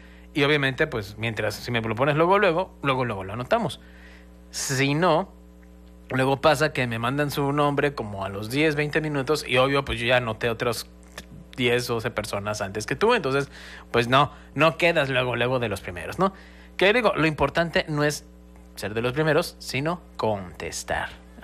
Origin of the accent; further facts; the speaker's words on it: Mexico City, Mexico; moved away as an adult; me dio una vueltecita para mi terruño querido. Ya tenía como 15 años que no ponía un pie en la CDMX